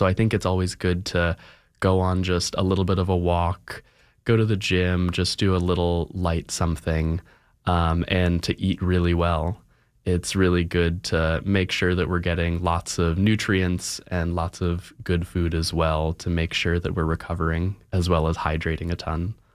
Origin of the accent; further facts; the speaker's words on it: Virginia, United States; I'm from Virginia